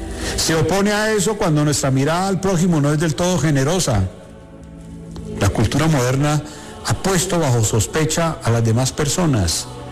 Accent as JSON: {"language": "Spanish", "country": "Colombia", "said": "en nuestro ambiente, al menos colombiano"}